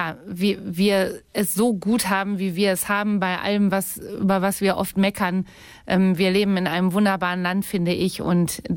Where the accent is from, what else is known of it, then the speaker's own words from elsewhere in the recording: Minden, North Rhine-Westphalia, Germany; Im Endeffekt ist Minden aber meine Heimat und hier lebt meine ganze Familie, meine Eltern. Und ich liebe diese Stadt.